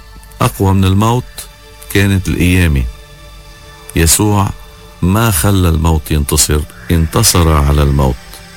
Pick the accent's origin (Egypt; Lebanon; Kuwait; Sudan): Lebanon; نحن منشكر الله كلبنانية على قديسينا.